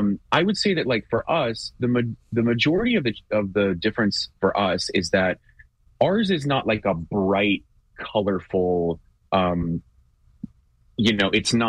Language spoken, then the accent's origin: English; Houston, Texas, United States; I grew up in Houston, and when I was younger and kind of first starting out in Houston, there were so many summer shows and activities